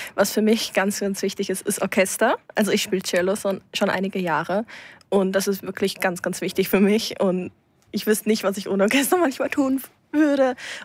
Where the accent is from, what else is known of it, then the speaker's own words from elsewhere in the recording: Zwickau, Saxony, Germany; auch in unserer Stadt, ich komme aus Zwickau, wo ich auch Leute kenne, die sich dort engagieren.